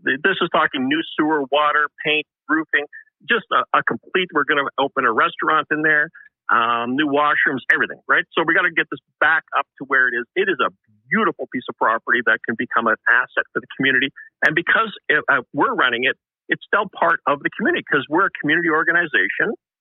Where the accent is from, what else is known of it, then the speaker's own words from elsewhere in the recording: Winnipeg, Manitoba, Canada; Yeah, I'm a lifelong Winnipegger. I grew up in the West End, so the Red River X was always a part of the community.